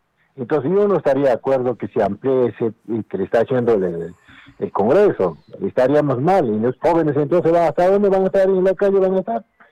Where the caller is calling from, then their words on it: Jacobo Hunter, Arequipa, Peru; yo soy de Hunter.